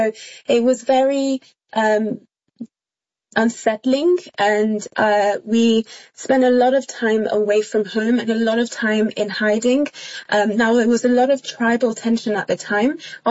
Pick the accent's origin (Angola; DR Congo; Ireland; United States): DR Congo; And I remember growing up in Congo, just so many times where the soldiers would come